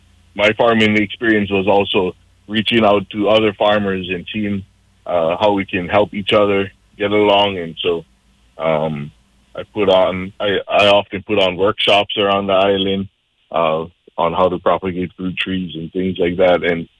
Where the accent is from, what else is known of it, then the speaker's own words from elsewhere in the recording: Hawaii, United States; I'm running for Kauai County Council. I'm born and raised on Kauai. I grew up in Keka, where I still live today, and graduated from Waimea High School.